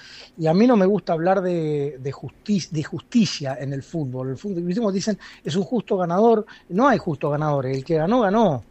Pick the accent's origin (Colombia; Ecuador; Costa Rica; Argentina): Argentina; Me hubiera gustado, tal vez como argentino, algún reconocimiento de la FIFA a Leo en su último mundial